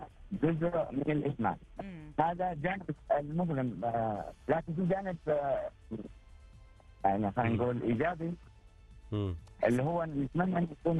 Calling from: Riyadh, Riyadh Province, Saudi Arabia; من الرياض.

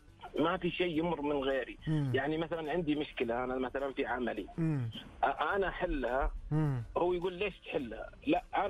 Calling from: Riyadh, Riyadh Province, Saudi Arabia; من الرياض.

